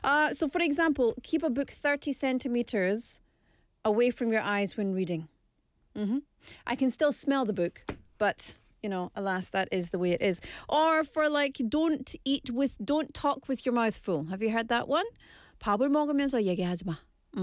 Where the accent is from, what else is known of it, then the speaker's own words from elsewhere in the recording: Scotland, United Kingdom; I'm from Scotland. Scotland! No Scotland, no party.